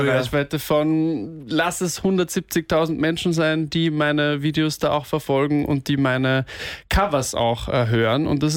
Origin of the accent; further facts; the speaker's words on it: Gastein, Salzburg, Austria; Ich bin aus Gastein, aus Salzburger.